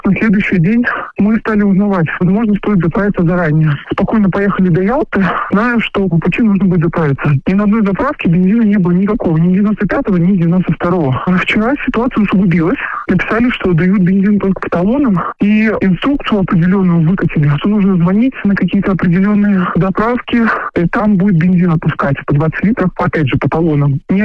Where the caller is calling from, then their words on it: Moscow, Russia; Мы из Москвы приехали в Крым в отпуск 2 дня назад.